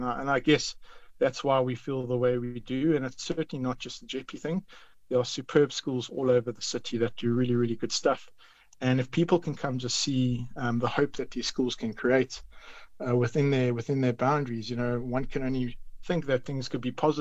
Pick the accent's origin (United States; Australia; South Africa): South Africa; We are twinned with South Africa, and we are proudly South African.